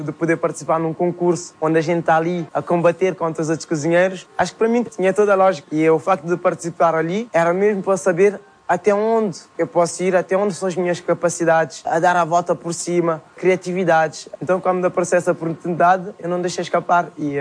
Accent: Cape Verde; Como todos sabem, vim de Cabo Verde, que a gente quando ia para a escola, então ao entrar da escola tem sempre pés de manga perto da estrada.

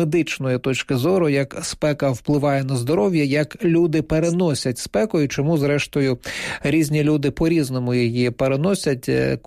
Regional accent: Donetsk Oblast, Ukraine; За себе скажу, я, наприклад, виріс на Донеччині, там 40 влітку – це така нормальна температура

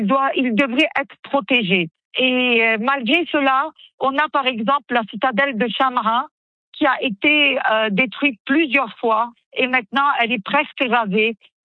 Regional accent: Lebanon; C'est tellement dur en tant que Libanais et Libanaise de voir cette destruction qui se passe sous le regard international silencieux.

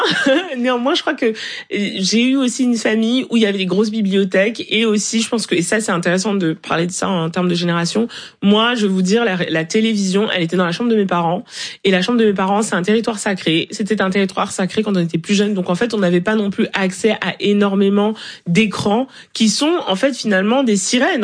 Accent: Cameroon; et en plus nous on est Nyokon, donc on vient de Nyokon au Cameroun

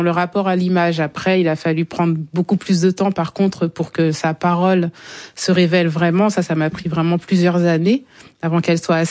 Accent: Canteleu, Normandy, France; mais comment ça de Normandie, vous venez d'où? Je dis Rouen, mais Rouen, enfin Canteleu, mais où, près de Rouen, donc en Normandie.

